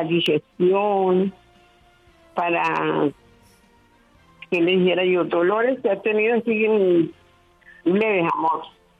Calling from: Ibagué, Tolima, Colombia; De aquí, Ibagué, Palermo, Buenaventura

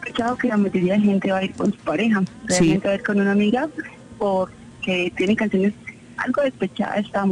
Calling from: Tunja, Boyacá, Colombia; En la ciudad de Tunja

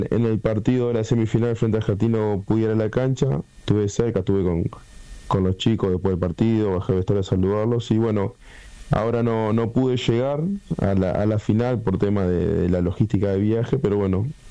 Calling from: Montevideo, Uruguay; En Montevideo, acá en mi casa estoy.

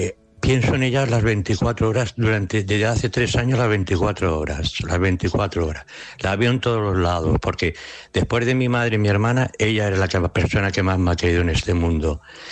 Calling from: Tenerife, Canary Islands, Spain; vivo en Tenerife 25 años.

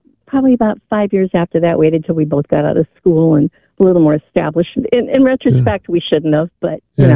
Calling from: Illinois, United States; I'm from Northern Illinois.

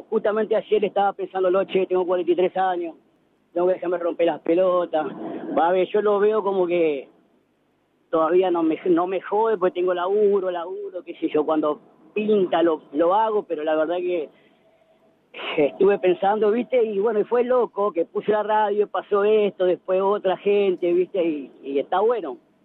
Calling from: Alejandro Korn, Buenos Aires Province, Argentina; soy de Alejandro Corde, Zona Sur, de Buenos Aires, camionero.

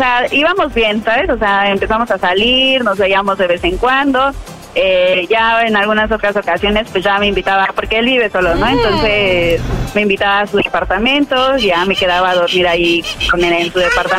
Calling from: Mexico City, Mexico; 31, en la Ciudad de México.

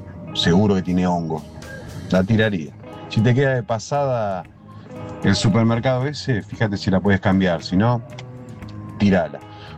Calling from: Mariano Acosta, Buenos Aires Province, Argentina; de Mariano Acosta.

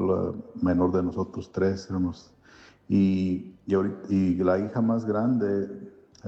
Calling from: San Antonio, Texas, United States; yo acá en San Antonio.

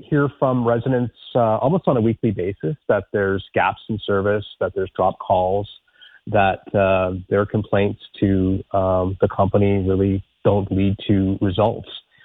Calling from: Ottawa, Ontario, Canada; I'm calling you from Riverside South on a cell phone

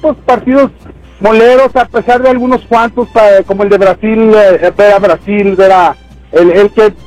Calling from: Ciudad Juárez, Chihuahua, Mexico

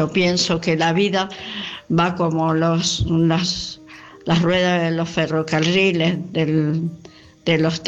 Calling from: Rosario, Santa Fe, Argentina; de Rosario.

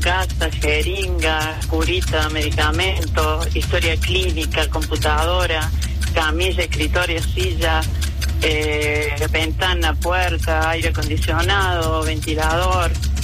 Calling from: Córdoba, Argentina; Estoy en barrio General Busto.

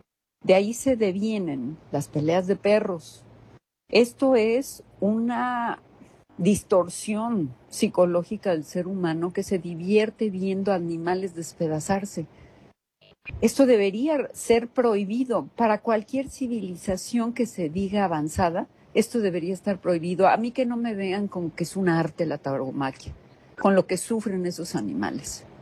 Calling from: Baja California Sur, Mexico; de Baja California

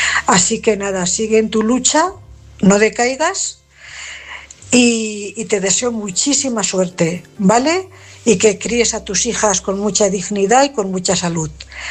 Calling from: Cuenca, Castilla-La Mancha, Spain; corresponsal de Cuenca.

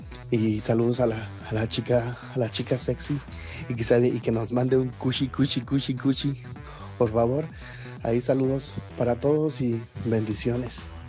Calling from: Cuerámaro, Guanajuato, Mexico; Y somos de Cuerámaro, Guanajuato, allá cerquitas de León.

